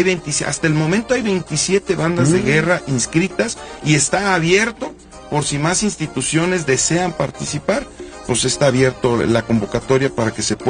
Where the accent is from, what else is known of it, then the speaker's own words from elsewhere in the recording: Mexico; esa identidad que tenemos como mexicanos.